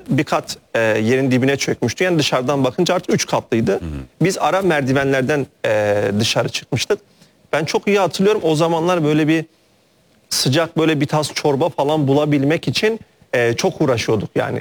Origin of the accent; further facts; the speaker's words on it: Bingöl, Turkey; ben Bingöllüyüm. 2003 yılında Bingöl'de büyük bir deprem oldu.